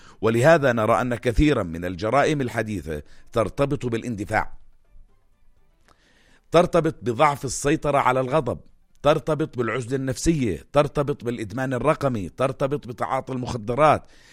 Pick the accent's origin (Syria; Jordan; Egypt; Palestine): Jordan; وهذا اللي صار عندنا بالأردن